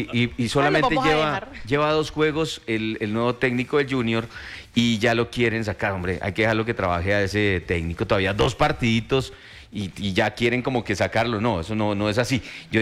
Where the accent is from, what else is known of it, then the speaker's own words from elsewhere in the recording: Colombia; somos colombianos